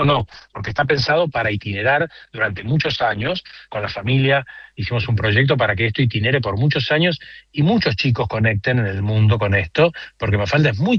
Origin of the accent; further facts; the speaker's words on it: Buenos Aires, Argentina; soy un ruso de Villa Crespo